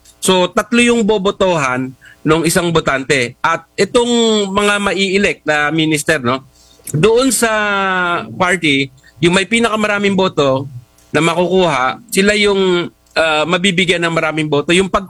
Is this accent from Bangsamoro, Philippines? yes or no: yes; Marawi, Bangsamoro, Philippines; taga Marawi ako, we experienced the Marawi siege.